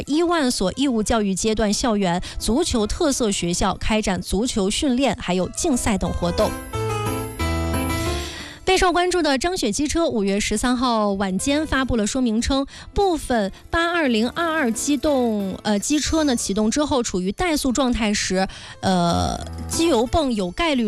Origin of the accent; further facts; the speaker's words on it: Hebei, China; 咱作为河北人啊